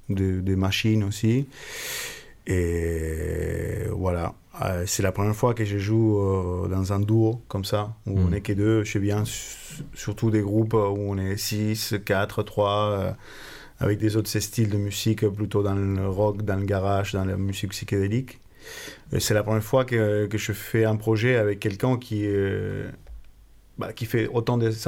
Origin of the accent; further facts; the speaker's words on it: Argentina; French is a second language; moved away as an adult; now in France; je suis argentin, je suis en France depuis presque 20 ans.